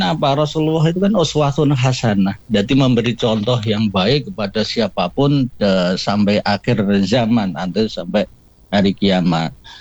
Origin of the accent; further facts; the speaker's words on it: Semarang, Central Java, Indonesia; saya asli atau lahir di Semarang.